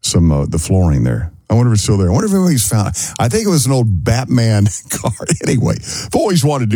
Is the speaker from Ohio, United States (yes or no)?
no; Sweetwater, Texas, United States; now in Omaha, United States; I want to go back to the house I grew up in Sweetwater, Texas.